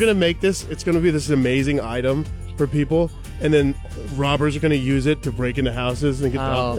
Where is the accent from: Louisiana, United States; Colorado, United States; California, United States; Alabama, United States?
Colorado, United States; Commerce City; also born or lived in Indiana; Born in Indiana, uh-huh. But I grew up in Colorado. Uh-huh. Dad was military.